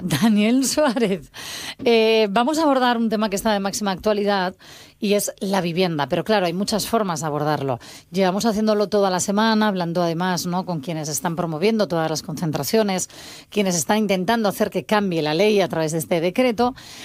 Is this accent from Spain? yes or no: yes; Asturias, Spain; Claro, porque soy asturiana.